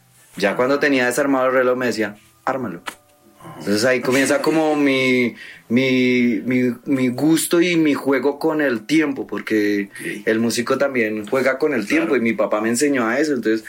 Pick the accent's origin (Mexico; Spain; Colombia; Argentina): Colombia; born there; una banda municipal con la que yo jugaba cuando niño en San Pedro.